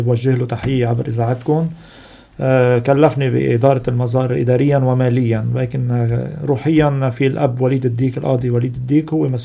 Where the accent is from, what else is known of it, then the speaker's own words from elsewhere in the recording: South Governorate, Lebanon; بتقدر تسلكي طريق جزين بتمرقي على البلدة اسمها كفرفلوس قبل ضيعتنا